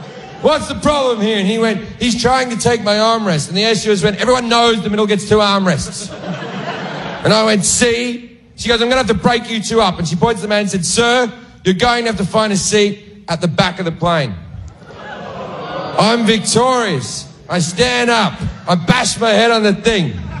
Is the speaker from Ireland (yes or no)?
no; Australia; I'm Australian, you racist.